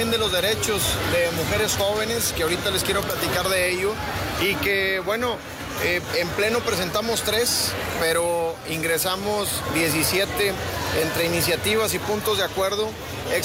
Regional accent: Villa Unión, Coahuila, Mexico; Yo soy de Villa Unión, Coahuila, un pueblo que en el 2019 fue atacado

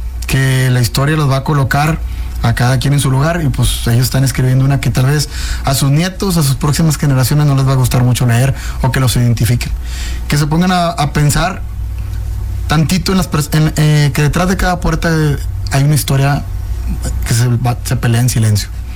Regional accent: Monterrey, Nuevo León, Mexico; Soy un pelado muy acelerado. Así somos los regios, creo.

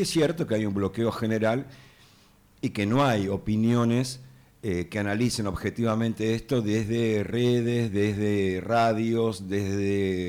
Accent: Argentina; como somos los argentinos

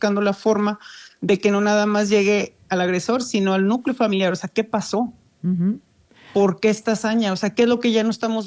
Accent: Tabasco, Mexico; en la zona de donde somos, de Tabasco

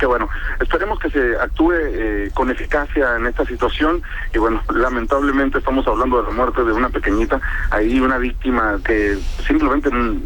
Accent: Mexico; todos somos bien mexicanos

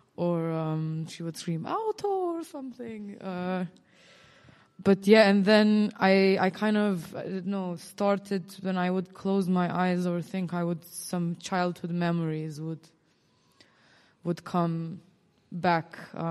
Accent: Pristina, Kosovo; I grew up in Pristina, so I experienced the sound walk differently

